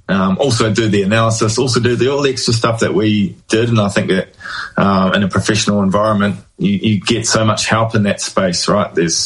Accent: New Zealand; I guess as a New Zealander, we don't, unsurprisingly, don't get much Gaelic games across this side of the world.

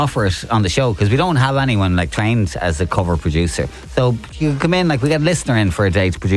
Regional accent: Munster, Ireland; I'm from Munster.

